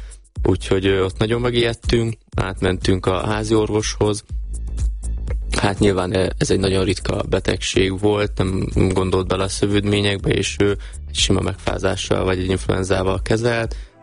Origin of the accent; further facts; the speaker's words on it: Nagyváty, Baranya, Hungary; ugye a apukám maradt otthon a bátyámmal, ugye Pécs mellett, Nagyváton, uh-huh. Ugye szülőfalumba